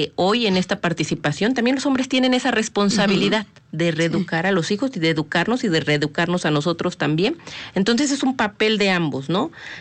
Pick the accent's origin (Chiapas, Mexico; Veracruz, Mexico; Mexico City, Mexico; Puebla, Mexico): Puebla, Mexico